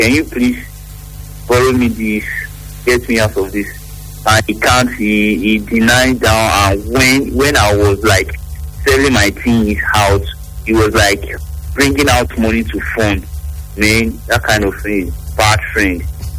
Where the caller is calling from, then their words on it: Benin City, Edo, Nigeria; I'm calling from Benin.